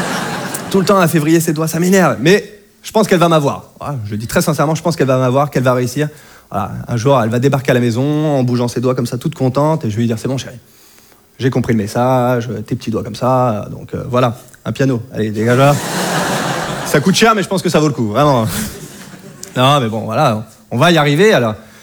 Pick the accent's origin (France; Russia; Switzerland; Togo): France; Normandy; je viens de Normandie